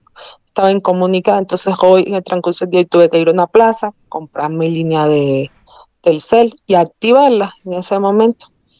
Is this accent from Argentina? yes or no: no; Cuba; now in Mexico; soy de origen cubano, soy de origen cubano. Llegué aquí en el año 2017 con beca CONACYT para la maestría de energía en la UNAM.